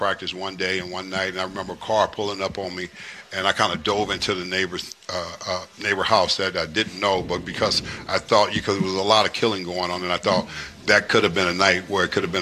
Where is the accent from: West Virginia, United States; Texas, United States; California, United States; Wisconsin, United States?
California, United States; Los Angeles; I'm from South Central LA, man. I got a different type of personality.